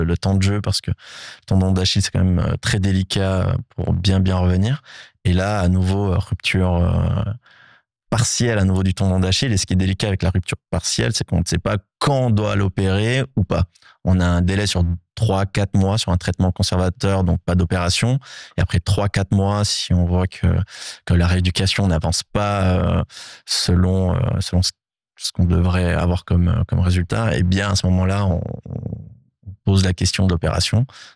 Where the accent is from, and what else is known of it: Switzerland